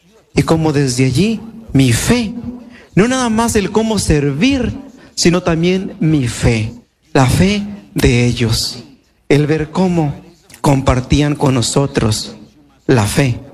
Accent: Temastián, Jalisco, Mexico; moved away; ahí en mi pueblo voy cada año a Temastián

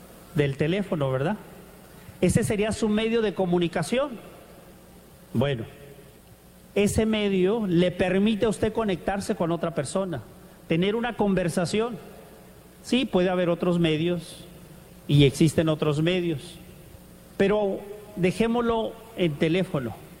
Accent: Mexico; moved away; aquí la mayoría de gente es de México, somos de México.

